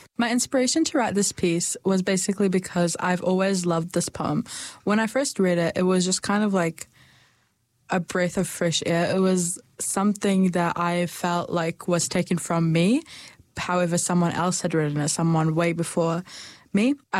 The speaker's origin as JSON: {"language": "English", "town": "Dunedin", "region": "Otago", "country": "New Zealand", "tie": "born or raised there", "also_born_or_lived": "Palestine", "said": "And I was born and raised in Dunedin, although we have lived here and there in Palestine and Dunedin at different stages of my life."}